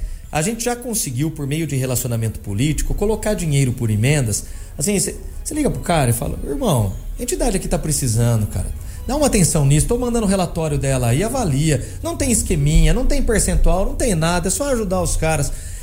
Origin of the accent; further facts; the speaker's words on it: Jaú, São Paulo, Brazil; accent: interiorzão; é um jauense que tá lá, é alguém do nosso interiorzão.